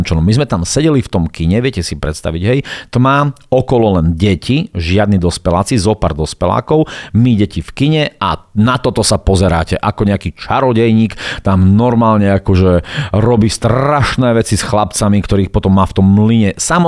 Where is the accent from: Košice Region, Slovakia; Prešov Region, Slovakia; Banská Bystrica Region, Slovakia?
Prešov Region, Slovakia; Bardejov; pochádzam teda z Bardejova, z malého mestečka, tu na východnom Slovensku, krásneho.